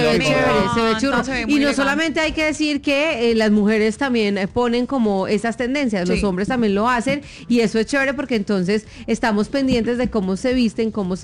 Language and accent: Spanish; Colombia